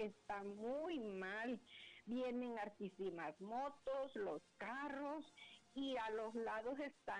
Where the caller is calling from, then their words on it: Cintalapa, Chiapas, Mexico; De aquí de Cintalapa.